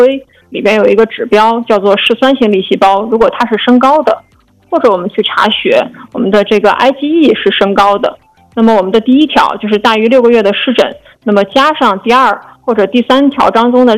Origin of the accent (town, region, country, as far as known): China